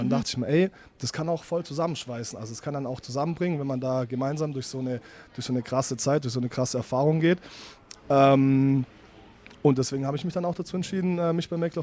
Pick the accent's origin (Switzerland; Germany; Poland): Germany; Albstadt, Baden-Württemberg; moved away as an adult; now in Stuttgart, Germany; Bin ursprünglich aus Albstadt. Kennt ihr das? Das ist so ein Dorf.